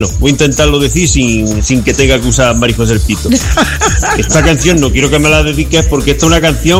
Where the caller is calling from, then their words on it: Zújar, Andalusia, Spain; como dice un amigo mío de mi pueblo, de Zújar